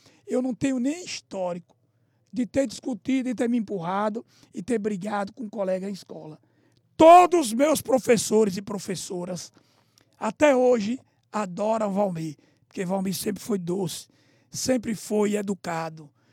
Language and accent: Portuguese; Itabaiana, Sergipe, Brazil; nasci em um povoado em Itabaiana, vim para a cidade com 6, 7 anos, e criado em uma zona onde tinha muita pobreza, muito tráfico de droga, muita pobreza